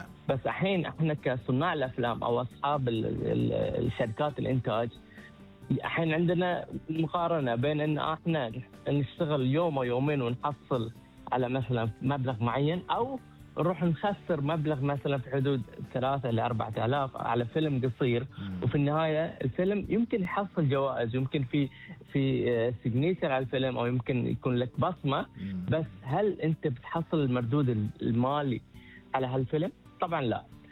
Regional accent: Bahrain; صانع أفلام من البحرين. فهاي فخر كبير أن أنا أرفع اسم ديرتي

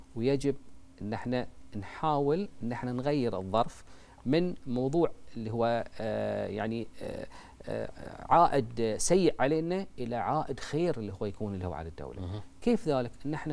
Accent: Bahrain; عندنا في البحرين

